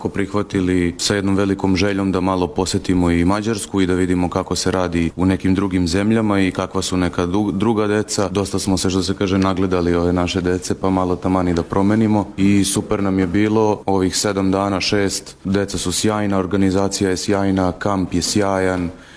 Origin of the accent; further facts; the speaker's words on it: Belgrade, Serbia; iz Beograda sam.